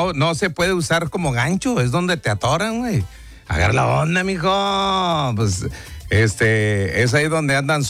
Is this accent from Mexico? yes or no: yes; Mexico; Mejor dicho, los mexicanos. ¿Cómo somos los mexicanos?